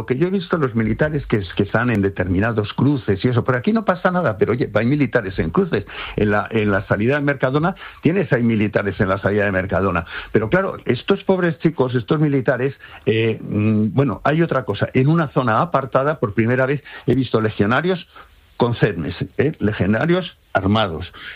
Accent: Spain; Somos españoles, patriotas

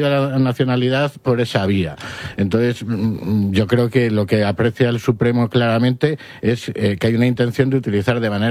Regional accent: Galicia, Spain; now in Madrid, Spain; Yo soy gallego, pero como resido en Madrid, voto bueno, en las elecciones autonómicas de Madrid. No voto en las elecciones de Galicia.

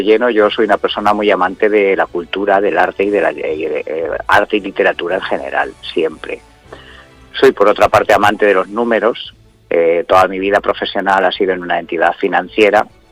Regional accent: Tomelloso, Castilla-La Mancha, Spain

